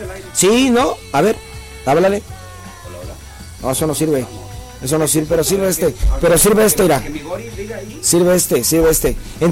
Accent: Iztapalapa, Mexico City, Mexico; Yo soy de Iztapa, por eso lo digo.

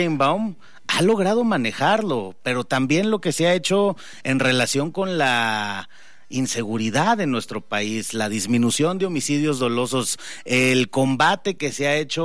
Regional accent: Mexico

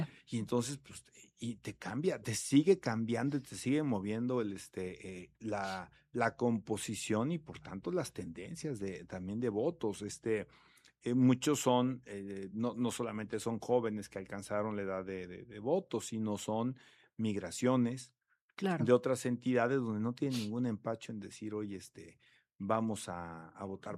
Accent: Querétaro, Mexico; born or raised there

